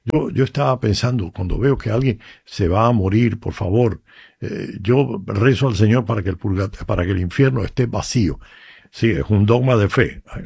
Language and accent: Spanish; Cuba; moved away; yo estaba pensando en mi tierra, en Cuba.